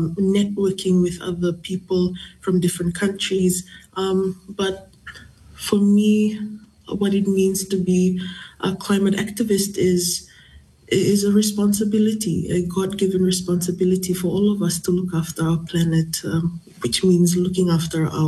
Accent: Fiji; also born or lived in Rotuma; I'm from the Matangali Naingoro, Yavusanayamunu, Viwambaltai level. I also share maternal links to Malha'a, Upu, Pepua, in Rutuma. … I'm 22 years old

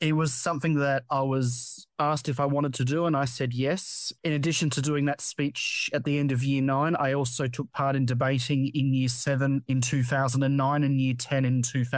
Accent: Adelaide, South Australia, Australia; born there; I was born in Adelaide.

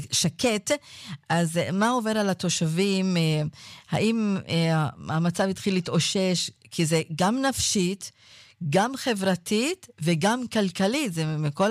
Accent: Northern Israel, Israel; now in Jerusalem, Israel; כי גם אני צפונית, כן? אמנם אני גרה בירושלים, אבל אני צפונית

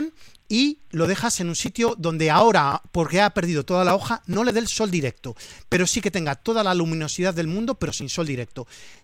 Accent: Valencian Community, Spain; yo a ti te voy a recomendar como buen valenciano el kumquat.

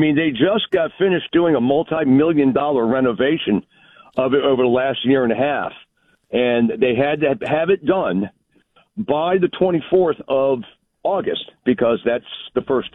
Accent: Washington, District of Columbia, United States; I mean, I grew up on MacArthur Boulevard, went to Our Lady of Victory, was

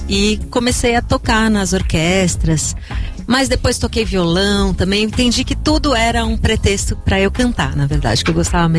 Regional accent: São Paulo, Brazil; Eu sou de São Paulo, super paulistana.

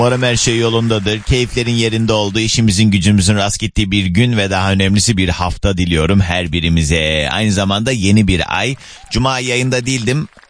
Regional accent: Kars, Turkey; Bakü benim hem ata toprağım, Karslıyım biliyorsunuz ama işte kökenim Azerbaycan.

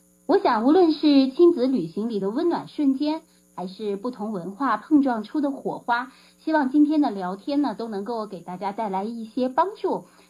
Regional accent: Xinjiang, China; 因为我是新疆人啊，那我是汉族，但是我从小出生和长大在新疆

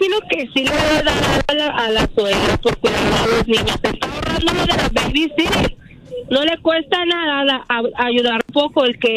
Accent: Colombia; now in Tracy, United States; ¡Soy colombiana!

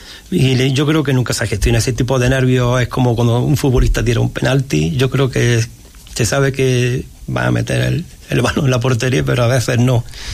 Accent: Granada, Andalusia, Spain; cuando yo gané la etapa de la Vuelta a España, dije, un granadino ha ganado de nuevo una etapa en la Vuelta a España.

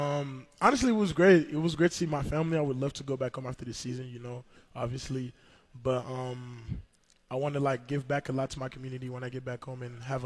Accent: Normandy, France; now in New Mexico, United States; So, I was originally born and raised in France. I say Paris, which is not true. I was born in Normandy. For those who know a lot of history lessons, I was born by Normandy Beach.

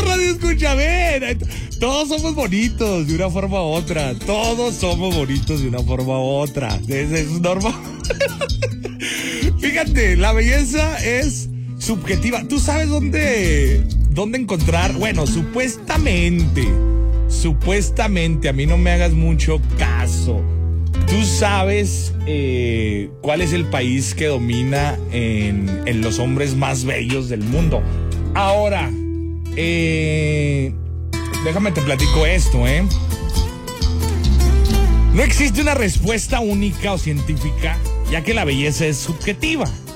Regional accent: Mexico

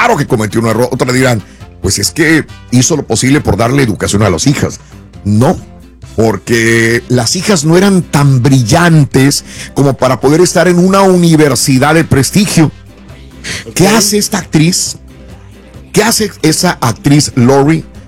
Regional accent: Matamoros, Tamaulipas, Mexico; un abrazo enorme para mi tierra, Matamoros, Tamaulipas. Aquí tienen un orgulloso paisano de Matamoros, Tamaulipas. Me siento feliz ser matamorense, mexicano, y la verdad, feliz.

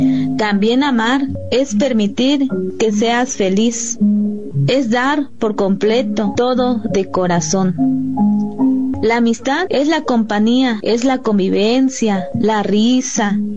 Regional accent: Huejutla de Reyes, Hidalgo, Mexico; mi profesión es la docencia. Soy originaria del Xuchil, Huejutla, Hidalgo.

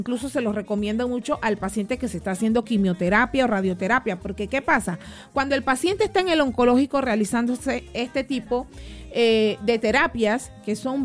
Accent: Panama; yo tengo que ayudar a mi pueblo panameño.

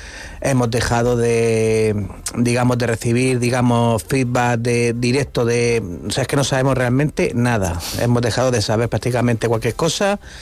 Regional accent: Cartagena, Region of Murcia, Spain; Soy de Cartagena, nací aquí, tengo toda la vida viviendo aquí.

